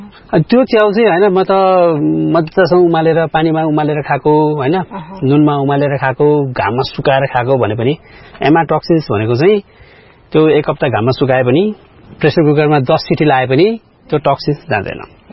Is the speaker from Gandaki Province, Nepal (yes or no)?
yes; Lumle, Gandaki Province, Nepal; moved away as an adult; मेरो घर चाहिँ लुम्ले हो नि त